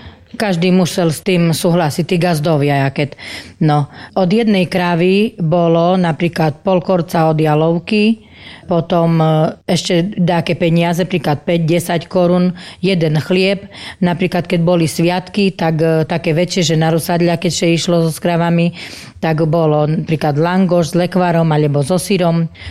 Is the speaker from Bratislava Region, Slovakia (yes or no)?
no; Zemplínska Teplica, Košice Region, Slovakia; U nás v Zemplínskej Teplici sa choval hlavne statok, kravy, voly, potom boli tu kozy, ovce, kone ešte ošípané.